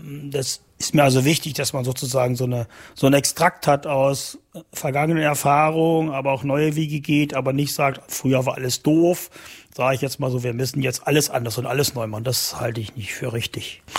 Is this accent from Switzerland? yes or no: no; Saxony-Anhalt, Germany; Ich bin hier in der Altmark geboren und groß geworden. Ich hatte eine wunderschöne Kindheit und Jugend. Und was ich immer schon sehr an der Altmark geschätzt habe, ist also sehr viel Grün, sehr viel Natur.